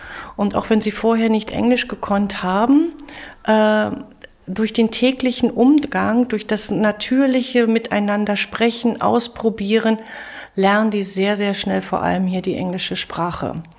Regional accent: Germany; also born or lived in Johannesburg, South Africa; ich habe jahrelang in Südafrika gelebt, an der Deutschen Internationalen Schule Johannesburg. So, ich kenne das, wie man ist als Deutscher im Ausland.

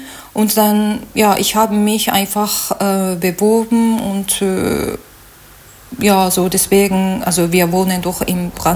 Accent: Suwa, Nagano, Japan; German is a second language; moved away as an adult; now in Baruth, Germany; Also ich komme aus Japan. Also ja, so wo meine Heimat heißt, Suwa, also Nagano-Präfektur.

